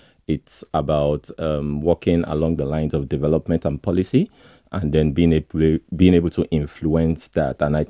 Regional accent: Nigeria; English is a second language; moved away as an adult; now in United Kingdom; So I moved from Nigeria here to the UK, and then after my master's

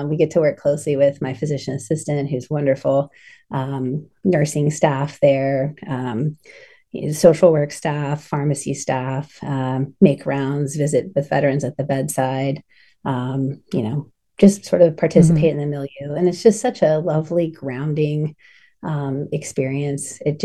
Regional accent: Appalachia, United States; moved away; So I grew up in Appalachia in a college town, surrounded by college kids.

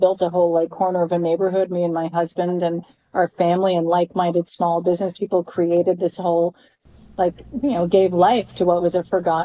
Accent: Canada; my parents, I was raised full in Canada, fully indoctrinated to doubt everything in the US

